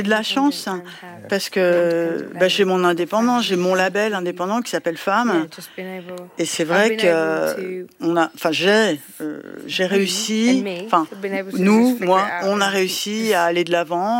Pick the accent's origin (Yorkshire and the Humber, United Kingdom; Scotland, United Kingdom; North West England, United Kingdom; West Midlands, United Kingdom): West Midlands, United Kingdom; Walsall; French is a second language; Ouais, c'est là d'où je viens. Ouais.